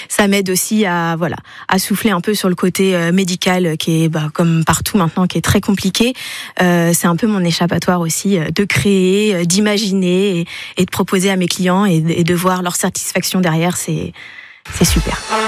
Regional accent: Pays de la Loire, France; j'ai 37 ans. Je suis Sartoise, maman de deux enfants. J'habite à Savigné-l'Évêque.

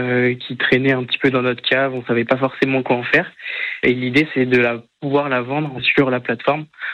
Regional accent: Sens, Bourgogne-Franche-Comté, France; Vu que je suis originaire de Sens, j'ai l'habitude de boire du Chablis, de l'Irancy

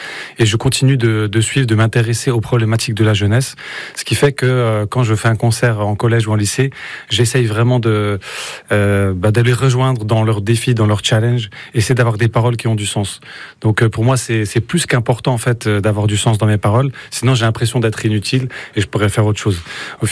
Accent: Béthoncourt, Bourgogne-Franche-Comté, France; Moi j'ai grandi à Betoncourt, pas très loin d'ici, donc j'étais un enfant des quartiers

